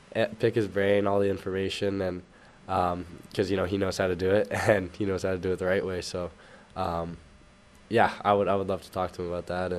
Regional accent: Vancouver, British Columbia, Canada; born or raised there

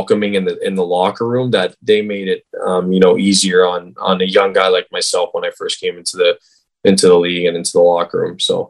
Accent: Toronto, Ontario, Canada; My favorite team was the Leafs. Obviously, I was being from Toronto. It's kind of hard not to be a Leafs fan if you're from there

